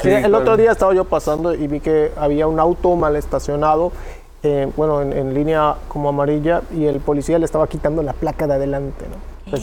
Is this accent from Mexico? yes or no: yes; Mexico; me molesta la imagen que estamos dando como mexicanos.